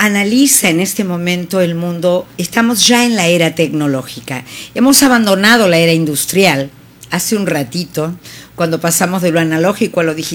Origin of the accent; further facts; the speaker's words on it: Argentina; En mi país, en Argentina